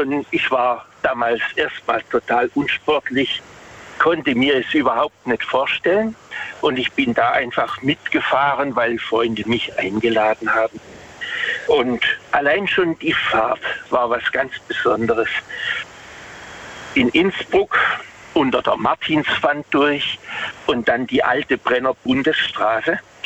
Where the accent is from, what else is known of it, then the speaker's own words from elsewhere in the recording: Waghäusel, Baden-Württemberg, Germany; Also ich komme aus Waghäusel.